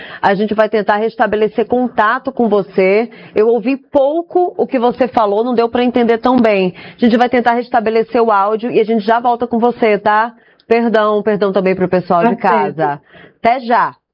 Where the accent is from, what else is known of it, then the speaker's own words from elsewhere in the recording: Fortaleza, Ceará, Brazil; Eu sou de Fortaleza, também sou do Nordeste, tá?